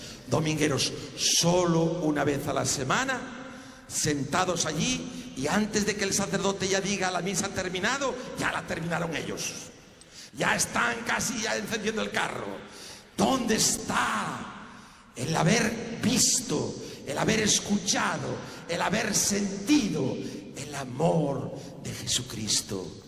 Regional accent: Spain; Sucedió en mi país, en España

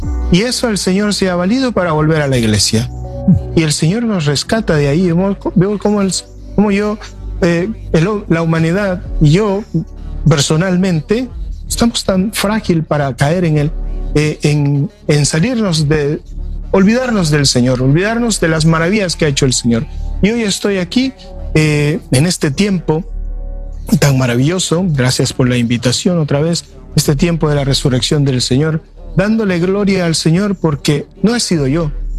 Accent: Nicaragua; moved away as an adult; Somos nicaragüense

